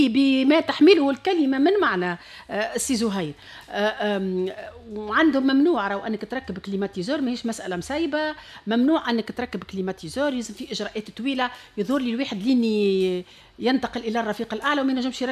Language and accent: Arabic; Tunisia